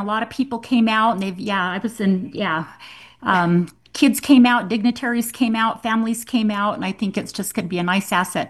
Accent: Idaho, United States; I grew up in that area. I'm from the Marsh Valley area.

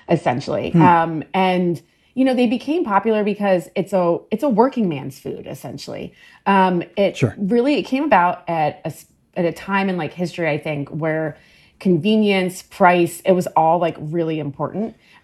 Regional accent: Maryland, United States; born or raised there

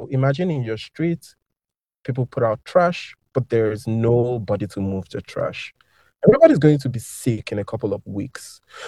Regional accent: Lagos, Nigeria; I grew up in Lagos, which is a big city

